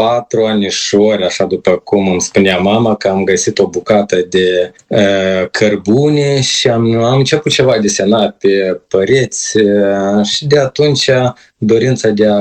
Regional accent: Chișinău, Moldova; moved away as an adult; also born or lived in Mereni, Anenii Noi District; now in Ireland; Da, deci eu m-am născut în Chișinău, chiar în capitală.

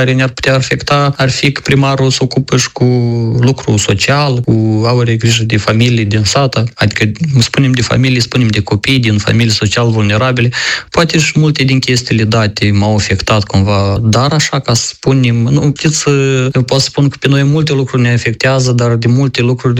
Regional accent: Alcedar, Șoldănești District, Moldova; Plaie natal, locuri frumoase, oameni buni la suflet, locul unde m-am născut

